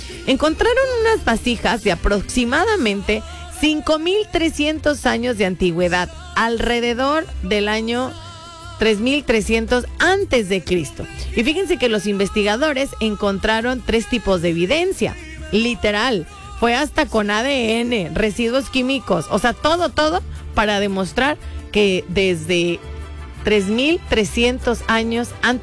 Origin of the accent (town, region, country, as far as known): Mexico